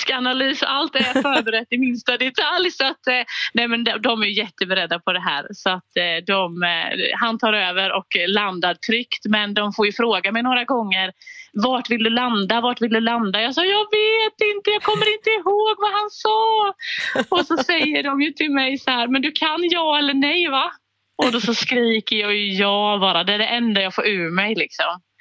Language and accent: Swedish; Småland, Sweden; Ja, men han är från Dalarna och jag är från Småland, så att vi landar någonstans mitt emellan.